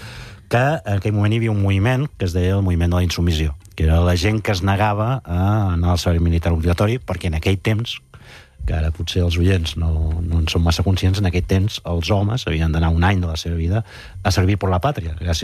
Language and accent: Catalan; Sabadell, Catalonia, Spain; l'oficina de reclutament de Sabadell, que era d'on soc i on vivia aquell moment